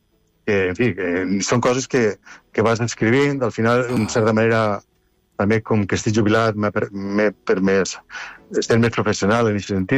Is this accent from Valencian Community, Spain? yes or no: yes; Agullent, Valencian Community, Spain; also born or lived in Ontinyent; now in Canals, Spain; Jo sóc d'Agullent, ho sabeu massa bé, visc a Canals i he treballat tota la vida en Ontinyent.